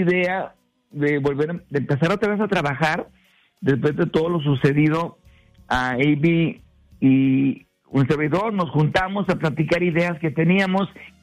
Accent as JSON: {"language": "Spanish", "town": "Laredo", "region": "Texas", "country": "United States", "said": "empecé un grupo, un dueto aquí en Laredo, Texas, de donde soy."}